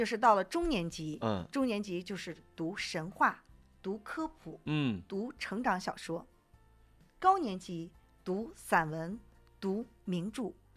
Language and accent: Chinese; China; 我们中国人写好中国字。